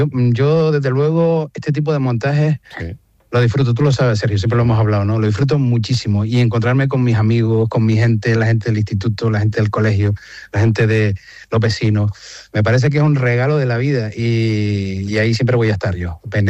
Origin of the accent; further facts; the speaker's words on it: Agüimes, Canary Islands, Spain; Esto somos la gente de Agüimes, somos la gente del sureste, somos así, tenemos este perfil